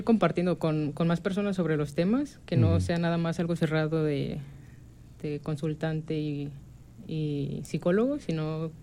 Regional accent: Autlán, Jalisco, Mexico; also born or lived in Mexico City / Ciudad Guzmán; Bueno, yo nací en Ciudad de México, pero tengo familiares que son de este lado de Jalisco. Okay. Y cuando era pequeña nos vinimos para acá, aquí a Outland. Uh-huh. Y toda la escuela la cursé aquí, a excepción de la carrera, que fue ahí en Guzmán.

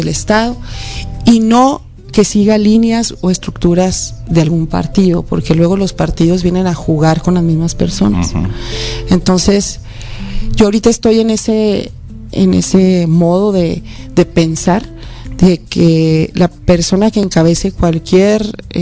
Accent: Hidalgo del Parral, Chihuahua, Mexico; Soy una persona que sí nací en Parral, que sí conozco las necesidades de mi pueblo

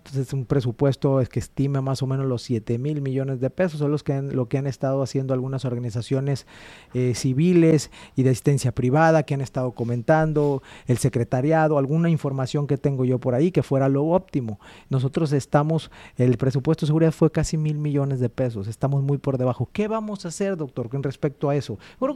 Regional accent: Sinaloa, Mexico; Los sinaloenses hoy necesitamos de esto.

